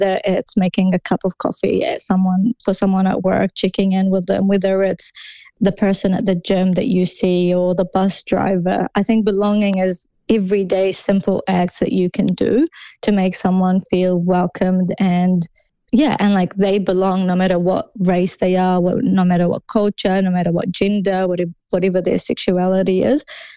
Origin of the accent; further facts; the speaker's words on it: New Zealand; I am Muslim and I am Arab, but these are the things I like about being Muslim and Arab and I get to choose those things. And those are the things I like about being Kiwi